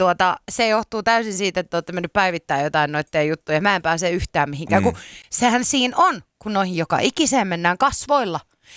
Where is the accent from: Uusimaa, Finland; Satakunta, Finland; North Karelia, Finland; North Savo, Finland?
Uusimaa, Finland; Vantaa; pienenä aina Martinlaaksossa mentiin tämmössä.